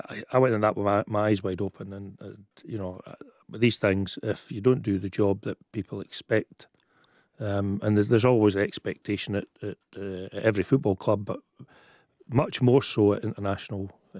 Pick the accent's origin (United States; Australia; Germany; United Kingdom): United Kingdom; Scotland; being Scottish and being a Scottish manager